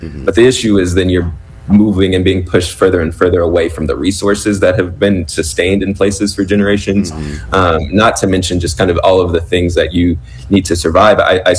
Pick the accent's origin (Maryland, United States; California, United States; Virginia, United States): California, United States; Los Angeles; I mean, I grew up in Los Angeles where there are suburbs everywhere, even like within kind of the city's large sprawling dynamic.